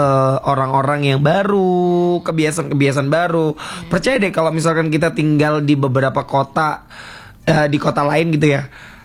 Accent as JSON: {"language": "Indonesian", "town": "Jember", "region": "East Java", "country": "Indonesia", "tie": "born or raised there", "also_born_or_lived": "Wuluhan / Surabaya", "moved": "as an adult", "said": "mulai dari dalam kandungan saya lahir di Jember, keluar dari kandungan pun mulai dari kecil hingga TK, SD, SMP, SMA semuanya di Jember. Kuliah S1 pun di Jember."}